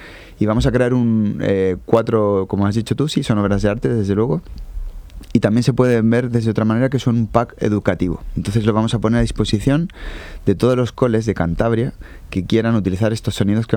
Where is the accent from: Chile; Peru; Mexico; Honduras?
Chile; Santiago, Santiago Metropolitan Region; now in Santander, Spain; Santander, bueno, yo no soy santanderino de nacimiento, soy solamente santanderino de adopción. Vengo de Santiago de Chile.